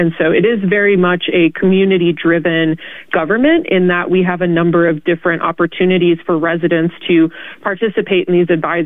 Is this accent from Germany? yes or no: no; Wisconsin, United States; moved away as an adult; now in Dunsmuir, United States; I actually moved to the region in 2016 from the Midwest. I'm originally from Wisconsin, and I had moved out.